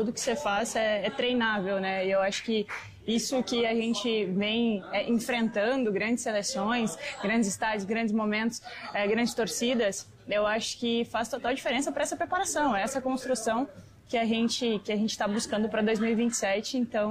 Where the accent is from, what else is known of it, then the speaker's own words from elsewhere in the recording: Rio Grande do Sul, Brazil; Sou gaúcha, acompanho desde sempre